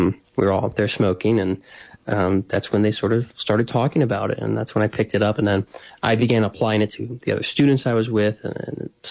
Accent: Alabama, United States; now in Mississippi, United States; I am not. I've been a few times. I love it there, but I am from Alabama originally. I live in Mississippi now.

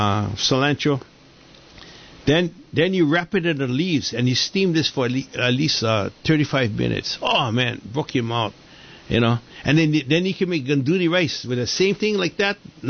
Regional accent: Hawaii, United States; And so you know, I grew up with in Hawaii. We grew up with all kinds of people.

